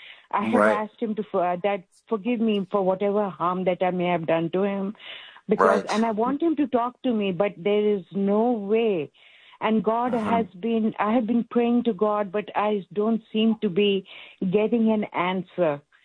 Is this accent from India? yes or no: yes; India